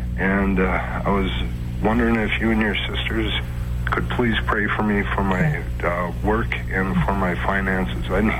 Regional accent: Wisconsin, United States; Wisconsin.

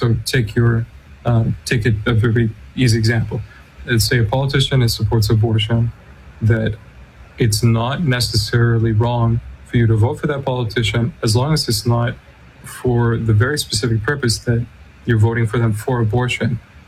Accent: Canada; now in United States; I'm a Canadian, but I've been giving thanks to God with all of you Americans in this 250th year of your tax revolt.

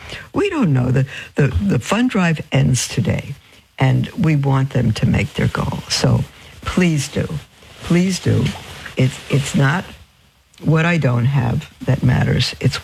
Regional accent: Brooklyn, New York, United States; born there; because I was born in Brooklyn, and because I have not just Jewish chutzpah

